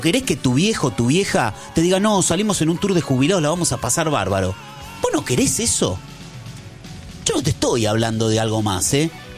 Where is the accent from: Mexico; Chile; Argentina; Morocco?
Argentina; Si nosotros los argentinos